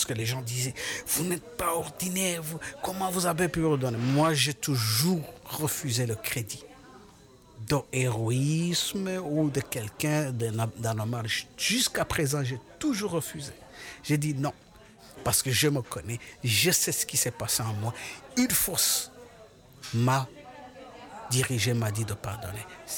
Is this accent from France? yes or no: no; Rwanda; moved away; Je suis allé au Rwanda en 2007, dans mon village natal, là où j'étais né, là où j'avais connu Vincent